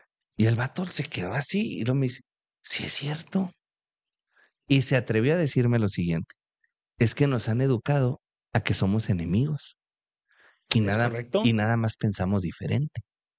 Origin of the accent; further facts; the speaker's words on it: Chihuahua, Mexico; primero somos humanos Segunda, somos chihuahuenses.